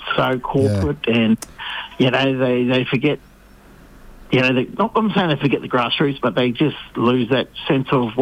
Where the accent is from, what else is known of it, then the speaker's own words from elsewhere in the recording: Brisbane, Queensland, Australia; growing up in Inala, and, you know, used to ride our bikes to training